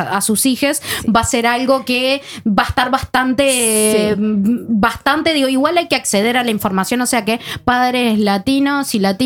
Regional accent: Uruguay; now in Norway; yo como uruguaya

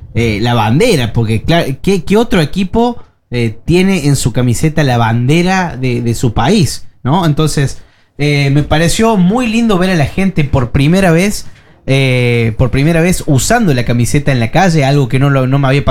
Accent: Argentina; que fue algo muy parecido a como somos los argentinos

